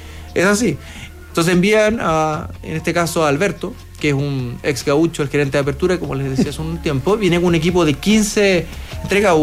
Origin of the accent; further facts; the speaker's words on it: Chile; Y eso habla bien de nosotros como chilenos, finalmente.